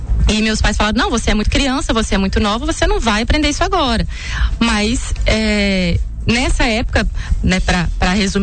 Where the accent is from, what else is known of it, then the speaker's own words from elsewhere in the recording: Ipatinga, Minas Gerais, Brazil; born there; Eu sou nascida em Patinga, mas eu fui pra Juiz de Fora estudar lá com 17 anos